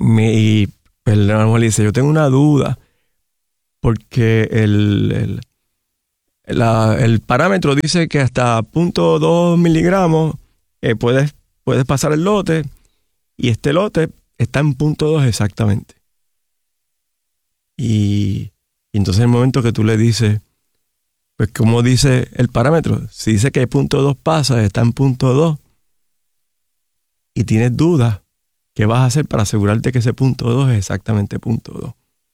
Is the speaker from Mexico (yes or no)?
no; Puerto Rico; yo soy puertorriqueño.